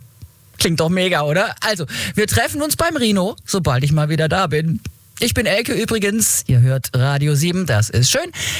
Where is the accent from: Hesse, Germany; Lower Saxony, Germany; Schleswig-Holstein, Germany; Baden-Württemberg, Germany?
Baden-Württemberg, Germany; Schramberg; Und da gehen mal Grüße raus um 10 Minuten nach 8:30 in meine Heimatstadt Schramberg.